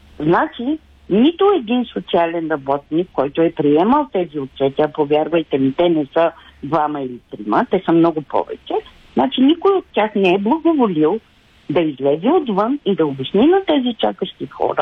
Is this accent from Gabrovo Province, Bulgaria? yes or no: yes; Gabrovo, Gabrovo Province, Bulgaria; Да, аз съм от Габрово.